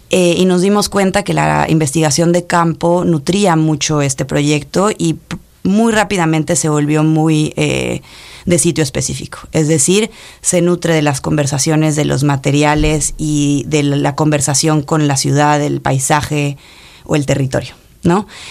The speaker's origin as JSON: {"language": "Spanish", "region": "Salta", "country": "Argentina"}